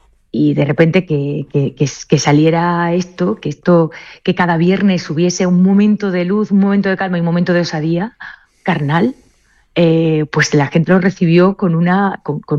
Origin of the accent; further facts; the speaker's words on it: Seville, Andalusia, Spain; Yo soy sevillana